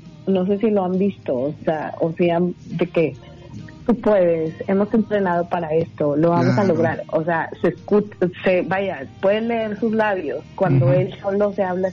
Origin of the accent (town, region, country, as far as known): Mexico